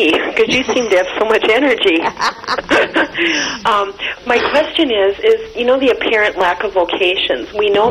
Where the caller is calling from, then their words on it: Minnesota, United States; Minnesota.